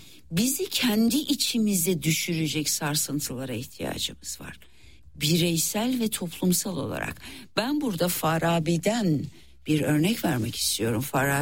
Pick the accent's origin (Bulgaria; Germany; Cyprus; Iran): Iran; now in Turkey; ben bir İranlı olarak, Türkiye'de yaşayan bir İranlı olarak, İran'a gidip gelen bir İranlı olarak